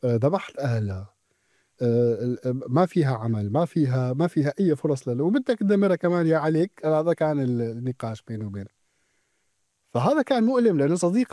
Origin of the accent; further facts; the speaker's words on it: Deir ez-Zor, Deir ez-Zor Governorate, Syria; دير مدينتي، شو ابن دير زو